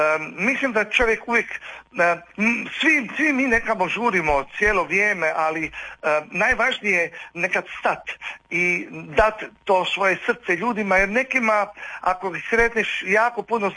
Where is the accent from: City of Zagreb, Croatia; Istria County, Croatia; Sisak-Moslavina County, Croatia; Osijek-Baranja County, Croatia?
Istria County, Croatia; moved away as an adult; now in Slovenia; dolazim iz Slovenije, tamo sam napravio karijeru i sa velikim veseljem se vraćam opet među moje domaće ljude.